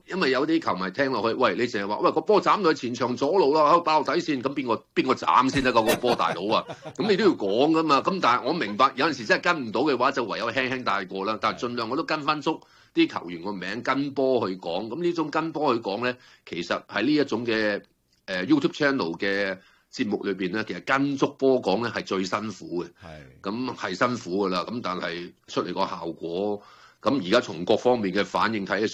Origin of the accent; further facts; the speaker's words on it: Hong Kong; 我係香港人